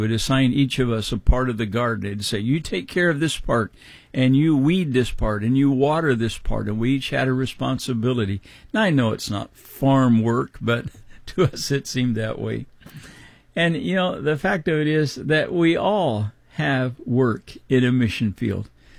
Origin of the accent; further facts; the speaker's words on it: Midwest, United States; I grew up in the Midwest, and I was used to seeing farmers.